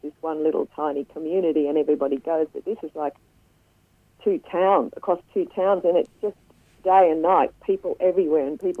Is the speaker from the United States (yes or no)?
no; Tasmania, Australia; also born or lived in Blue Mountains, New South Wales; Yeah, well, I come from the Blue Mountains originally in Tasmania before that.